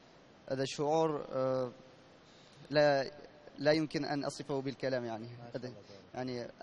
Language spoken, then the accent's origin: Arabic; Moscow, Russia; born there; Arabic is a second language; ولدت في موسكو، ولكن أنا أصل من تتارستان، تتارستان.